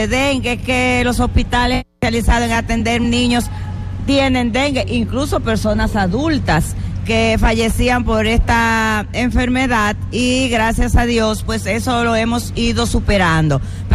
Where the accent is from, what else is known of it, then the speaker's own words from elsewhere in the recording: Moca, Espaillat, Dominican Republic; Señores, yo siempre me pierdo, pero es que ustedes saben que yo soy de Moca.